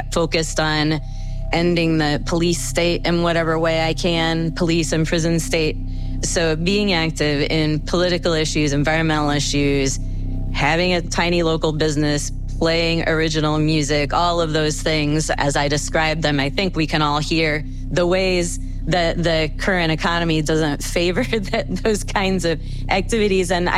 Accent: Ohio, United States; now in Madison, United States; I am in Madison, Wisconsin. So I grew up in Ohio, and I guess I was sort of in a regular white middle class family, kind of going up the corporate ladder, I suppose.

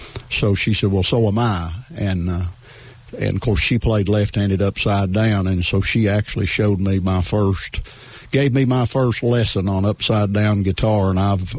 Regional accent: Maces Spring, Virginia, United States; I'm from Mesa Springs. The I was raised right behind the A.P. Carter Museum

